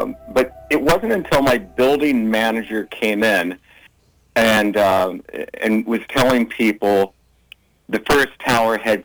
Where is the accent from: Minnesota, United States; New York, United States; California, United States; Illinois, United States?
New York, United States; But as a New Yorker, you don't look up. You know, you're not a tourist.